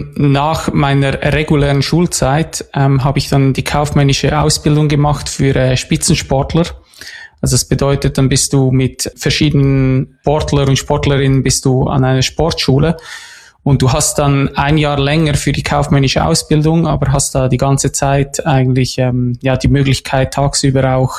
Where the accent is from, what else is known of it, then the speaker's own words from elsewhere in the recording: Lucerne, Switzerland; Ein bisschen außerhalb von Luzern, was eine relativ große Stadt ist für die Schweiz, was auch immer das heißt.